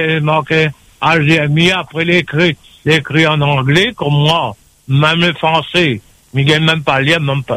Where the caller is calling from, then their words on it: Saint-Joseph, Réunion; Là, je suis à Saint-Joseph, le réseau. Je suis en plein ville.